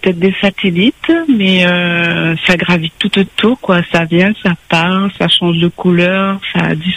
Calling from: La Possession, Réunion; Moi, je suis sur La Possession.

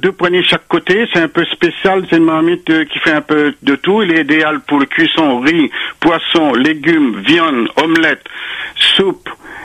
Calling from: Saint-Pierre, Réunion; j'habite à Saint-Pierre.

